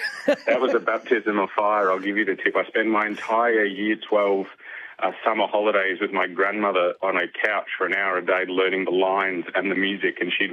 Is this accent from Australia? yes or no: yes; Geelong, Victoria, Australia; I'm from Geelong, you know, regional Victoria, and it's not as prevalent in that area